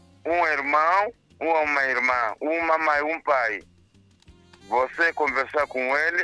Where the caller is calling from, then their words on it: Nampula, Mozambique; falo de Nampula, bairro Mareira.